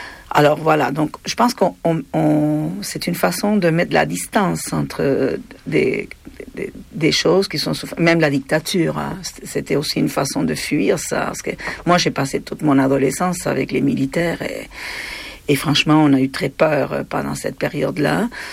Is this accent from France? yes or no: no; Argentina; first language Spanish; French is a second language; moved away as an adult; now in Quebec, Canada; Il se passe des choses atroces dans mon pays d'origine que je n'ai jamais renié par ailleurs. Même si j'adore le Québec et que j'ai fondé une famille au Québec, j'ai jamais renié de mes origines.